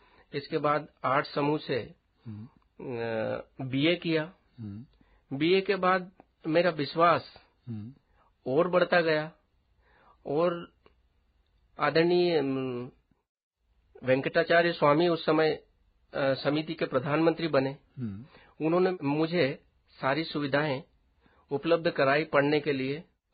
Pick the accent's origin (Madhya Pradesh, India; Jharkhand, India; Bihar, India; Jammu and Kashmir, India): Madhya Pradesh, India; Dewas district; also born or lived in Kannod; मैं मूल रूप से देवास जिले की कन्नौज तहसील का एक गांव है छोटा सा भंडारिया। मैं मूल रूप से वहां का निवासी हूं और अल्प आयु में ही पिता का देहांत होने के बाद मेरी शिक्षा दीक्षा कन्नौज में हुई